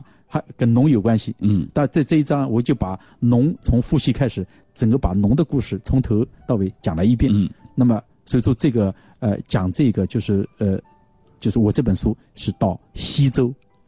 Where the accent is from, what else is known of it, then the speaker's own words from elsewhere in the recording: China; 说哦，我们中国人原来是这样子的